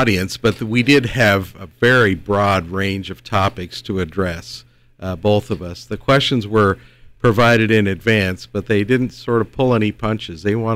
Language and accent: English; Billings, Montana, United States; born there; I was born here in Billings.